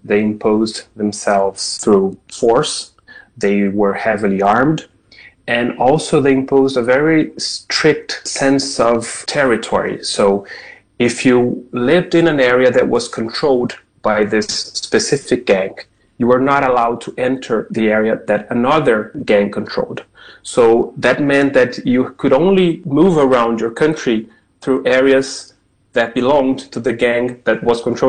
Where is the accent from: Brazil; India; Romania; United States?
Brazil; growing up in Brazil